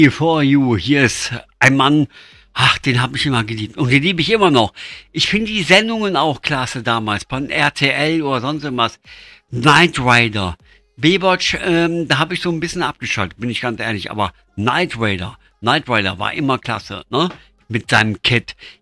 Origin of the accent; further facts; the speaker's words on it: Leipzig, Saxony, Germany; Ich komme aus Leipzig, da bin ich einfach zu Hause.